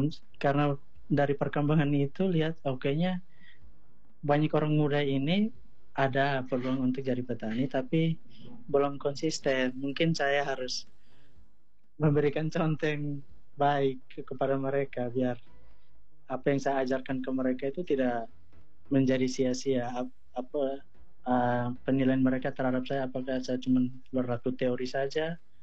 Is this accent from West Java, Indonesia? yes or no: no; Atambua, East Nusa Tenggara, Indonesia; now in Kupang, Indonesia; Ya, sebenarnya juga orang perbatasan.